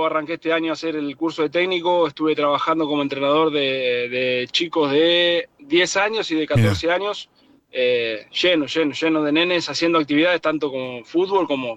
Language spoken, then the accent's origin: Spanish; Argentina; moved away as an adult; now in Switzerland